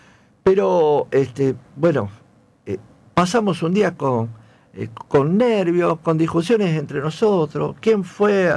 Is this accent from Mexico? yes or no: no; Rosario, Santa Fe, Argentina; Somos rosarinos.